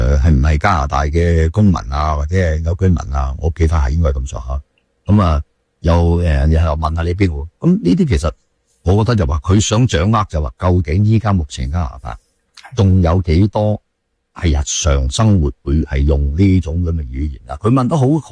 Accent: Hong Kong; now in Canada; 我哋香港人

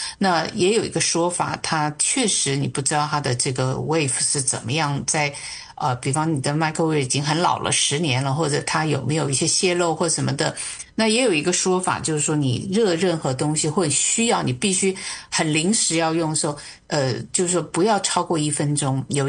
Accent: Taiwan; moved away; 因为我在我们早期几乎从台湾出来的人每个人都会带一个电锅，因为它太好用了

